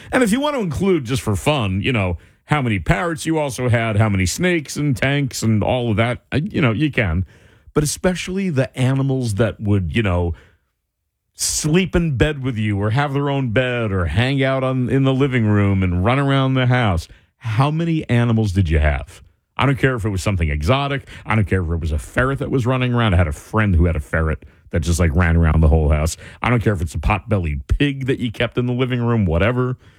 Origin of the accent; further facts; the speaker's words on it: Rahway, New Jersey, United States; I grew up in Rahway.